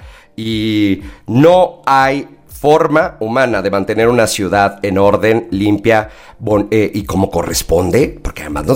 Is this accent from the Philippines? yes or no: no; Mexico; disfrutando, por supuesto, de nuestro México mágico, único y espectacular